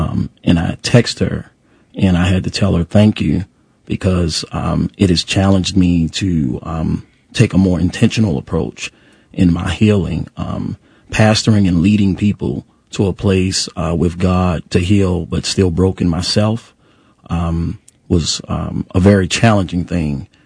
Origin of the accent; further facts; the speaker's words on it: Baltimore, Maryland, United States; I wasn't raised in church as a child. Born and raised in Baltimore